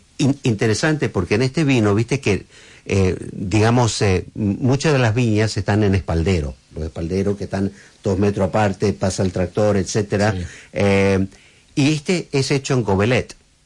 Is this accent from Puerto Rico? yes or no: no; Argentina; Soy argentino